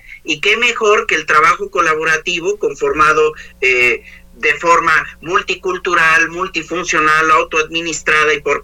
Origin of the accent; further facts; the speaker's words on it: Mexico City, Mexico; moved away; quienes somos originarios de la Ciudad de México